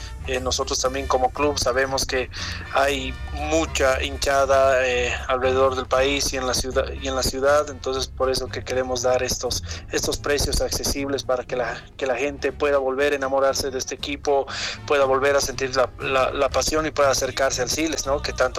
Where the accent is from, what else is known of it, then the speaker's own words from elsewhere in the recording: La Paz, Bolivia; como paceños, como bolivianos